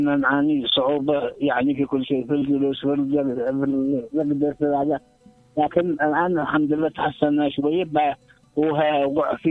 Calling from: Amran, Yemen

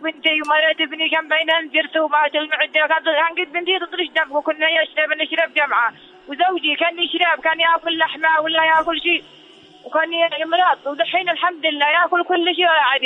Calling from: Sanaa, Amanat Al Asimah, Yemen; من صنعاء، من هنا

